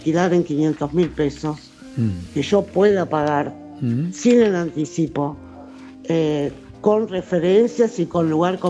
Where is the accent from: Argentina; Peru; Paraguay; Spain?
Argentina; Buenos Aires; Yo me crié, o sea, nací en Matienzo y Conde, en Colegiales.